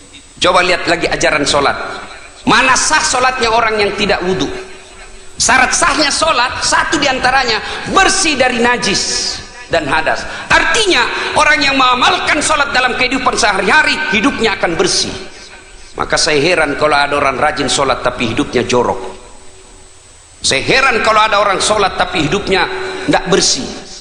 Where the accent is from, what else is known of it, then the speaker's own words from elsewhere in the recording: South Sulawesi, Indonesia; now in Jakarta, Indonesia; datang orang Bugis kampung saya.